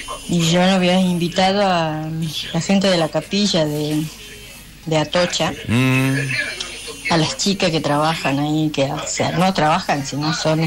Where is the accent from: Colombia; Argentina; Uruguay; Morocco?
Argentina; General Pizarro, Salta; Yo que soy de General Pizarro, departamento Anda, criada con esas comidas que son del campo.